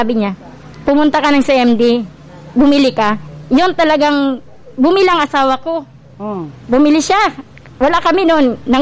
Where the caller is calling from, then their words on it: Bulan, Bicol Region, Philippines; ng Barangay Enroque, Bulan, Sorsogon po.